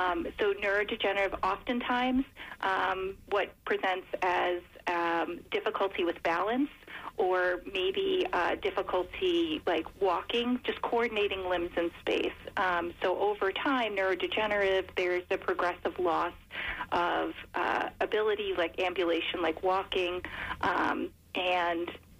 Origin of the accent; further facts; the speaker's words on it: New York, United States; now in Philadelphia, United States; I grew up in New York, but I moved actually to outside of Philadelphia to take this role with Farah.